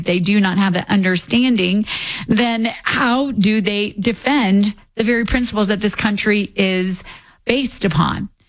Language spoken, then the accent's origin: English; United States; as an American, as a mom